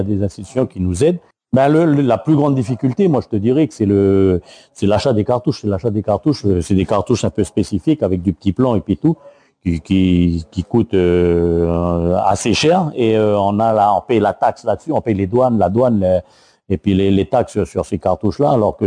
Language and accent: French; New Caledonia; c'est ça qu'on vise en tous les cas quand on est calédonien.